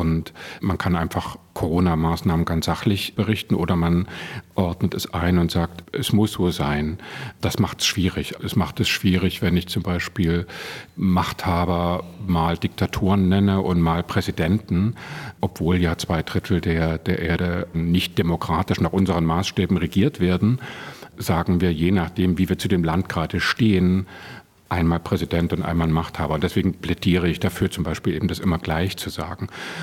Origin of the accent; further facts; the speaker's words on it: Leipzig, Saxony, Germany; born there; moved away as an adult; also born or lived in Hamburg; ich bin 1971 in Leipzig geboren